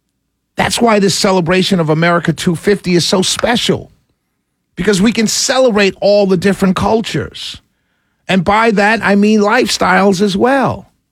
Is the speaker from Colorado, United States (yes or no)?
no; New York, United States; And I'll give you a secret. Growing up in New York, the gay guys hung out with the finest women.